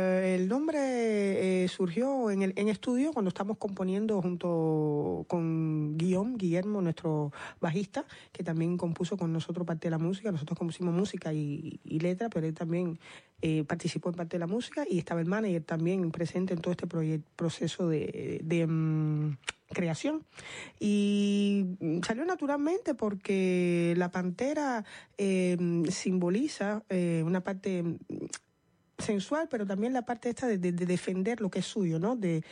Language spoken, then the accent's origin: Spanish; Cuba; moved away; Somos cubanas, caribeñas